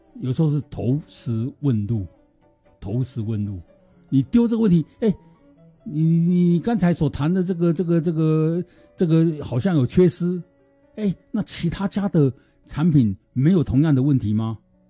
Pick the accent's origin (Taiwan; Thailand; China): Taiwan; 我们台湾话有讲说